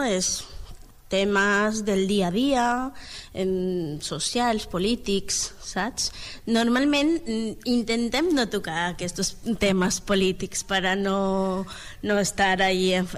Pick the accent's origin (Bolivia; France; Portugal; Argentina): Bolivia; Catalan is a second language; moved away as an adult; now in Spain; Ah, soc boliviana.